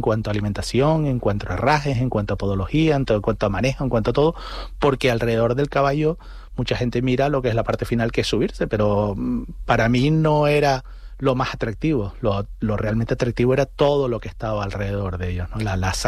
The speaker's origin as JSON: {"language": "Spanish", "town": "Santa Cruz de Tenerife", "region": "Canary Islands", "country": "Spain", "tie": "born or raised there", "moved": "as an adult", "lives_now": "South of Tenerife, Spain", "said": "Yo soy de Santa Cruz, realmente, ¿no? Y lo que pasa es que yo me fui al sur porque me gustaba muchísimo el sur y me gustaba la vida del sur y porque además conocí allá a mi mujer en el año 93 y ya me quedé en el sur, ¿no? Ya llevo más años"}